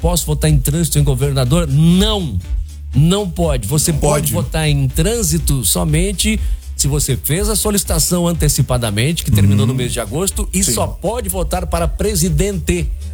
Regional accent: Rio Grande do Sul, Brazil; now in Santa Catarina, Brazil; Eu sou gaúcho. E daí, o meu título é daqui. É. Eu estou em Santa Catarina.

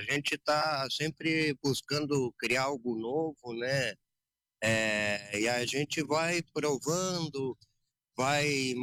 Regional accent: Venâncio Aires, Rio Grande do Sul, Brazil; moved away as an adult; now in Soledade, Brazil; sou natural de Venâncio Aires.

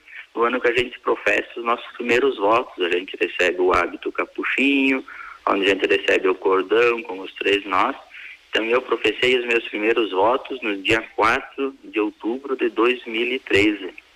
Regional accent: Marau, Rio Grande do Sul, Brazil; born there; ali na comunidade de Santo Agostinho, onde eu nasci aqui em Marau, né, foi ali que eu dei os meus primeiros passos na fé cristã

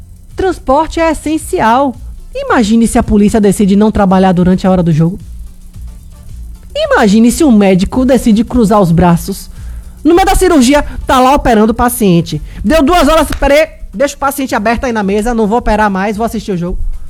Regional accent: Brazil; Nós somos brasileiros.

